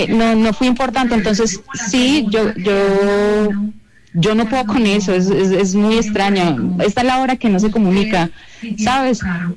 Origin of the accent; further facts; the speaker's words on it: Colombia; now in Mexico; Yo soy colombiana, yo no tengo familia aquí, mi hija se fue hace un año para Colombia